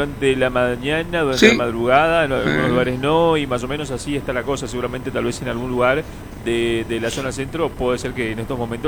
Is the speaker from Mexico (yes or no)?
no; Argentina; Somos argentinos.